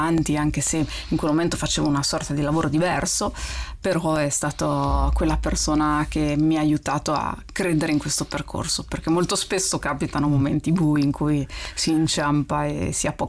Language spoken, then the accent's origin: Italian; Rimini, Emilia-Romagna, Italy; E sono di Rimini, 44 anni